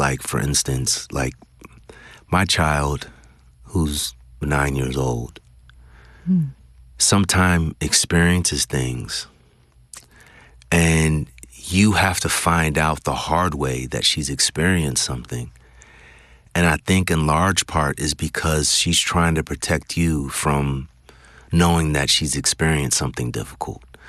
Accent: California, United States; and my father lived in New York, and I was growing up in California.

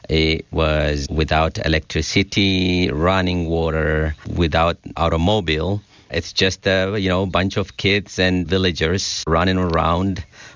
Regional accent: Sidama, Ethiopia; first language Sidama; English is a second language; in Sidaminya, which is my mother tongue language

